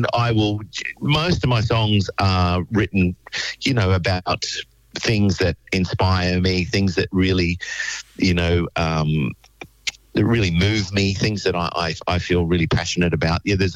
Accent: Wagga Wagga, New South Wales, Australia; I grew up. I'm from Wagga. That's my hometown. I grew up in that beautiful city, and you know, growing up in Wagga, you're as a young local.

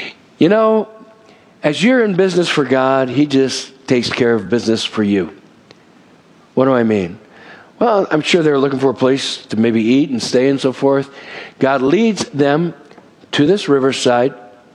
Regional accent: West Covina, California, United States; where I grew up in West Covina, California, Southern Cal, it's about probably 30 to 40 minutes from L.A., going east, known as the San Gabriel Valley. It was full of smog. It was a mess.

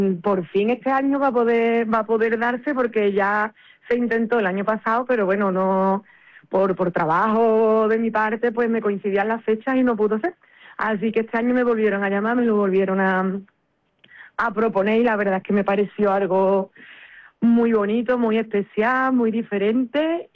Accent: Seville, Andalusia, Spain; Yo soy de Sevilla, pero yo soy una enamorada de la provincia de Cádiz.

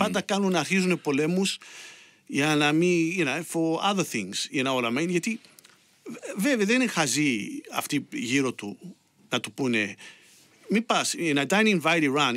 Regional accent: Richmond, Victoria, Australia; Παλιά ήταν ότι όταν μεγάλωνα, επειδή μεγαλώσαμε στο Richmond, ήμουνα Richmond supporter στην μπάλα.

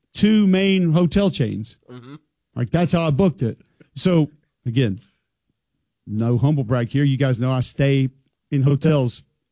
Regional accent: Alabama, United States; And specifically with my two children with me, we're in town from Alabama.

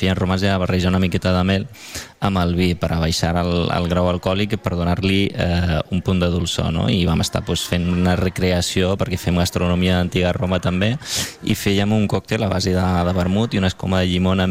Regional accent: Tarragona, Catalonia, Spain; Bueno, Tarragona. Jo soc de Tarragona.

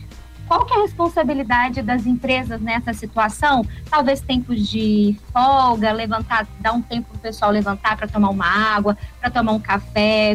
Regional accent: Brazil; Existe algum outro tipo de situação mental que também tem colocado nós enquanto brasileiros, vamos colocar desse recorte também, em situação de preocupação?

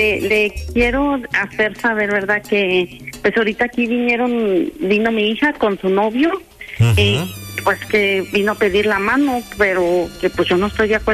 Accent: Celaya, Guanajuato, Mexico; now in Dallas, United States; Soy originaria de Celaya, Guanajuato.

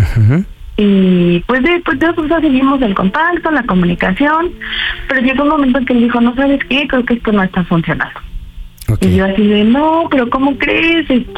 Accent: Iztapalapa, Mexico City, Mexico; Tengo 29 años y soy de Iztapalapa.

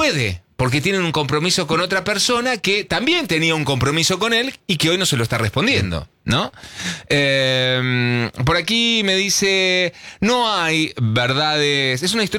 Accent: Salta, Argentina; Hola, soy … de Salta.

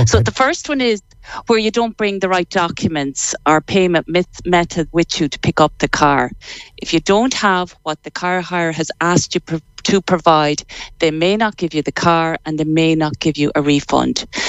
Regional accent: Sligo, Connacht, Ireland; Born and bred in Sligo town, so not far from you.

